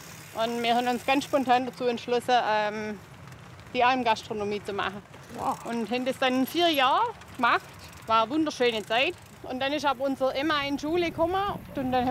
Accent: Neidlingen, Baden-Württemberg, Germany; moved away as an adult; now in Lechtal, Austria; Wir kommen ganz genau genommen eigentlich ursprünglich aus Neidlingen. Das ist da am Alpaufstieg, am Eichelberg. Genau. Und wohnen jetzt aber seit 2018 hier im Lechtal

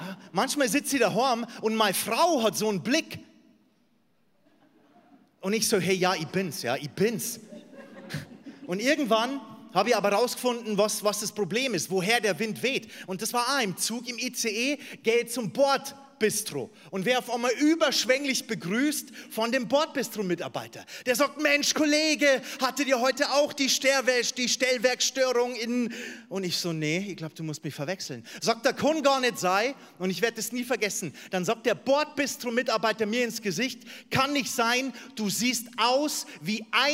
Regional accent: Reit im Winkel, Bavaria, Germany; weil ich bin in Oberbayern groß geworden, auf dem Dorf in Reit im Winkel, in der Nähe vom Chiemsee.

